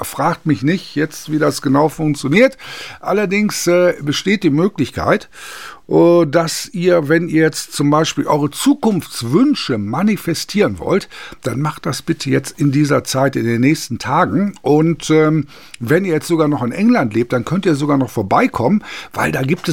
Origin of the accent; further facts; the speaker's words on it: Germany; ich bin aufgewachsen nah an der holländischen Grenze.